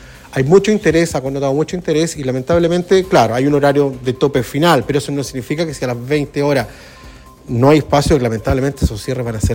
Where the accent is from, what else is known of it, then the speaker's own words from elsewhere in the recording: Chile; a todos los que somos chilenos